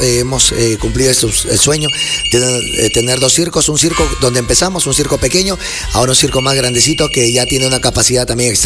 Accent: Florencia de Mora, La Libertad, Peru; Somos artistas predilectos, orgullosamente florencianos, y artistas predilectos de Trujillo, de la Libertad.

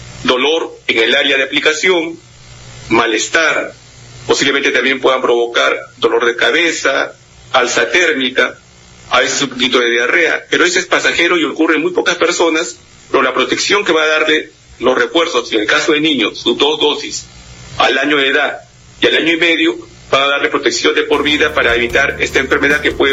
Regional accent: Peru; Nosotros que somos peruanos

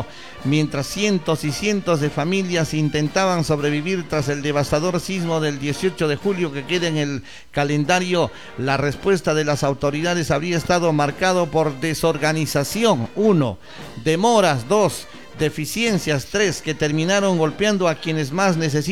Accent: Peru

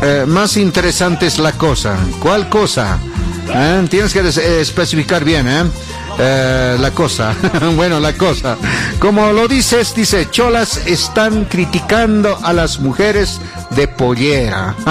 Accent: General Rodríguez, Buenos Aires Province, Argentina; desde General Rodríguez, Argentina, un saludito a los campeches, bolitas, indios. Este indio chusmero, como yo, argentino, no me gusta ser chusma.

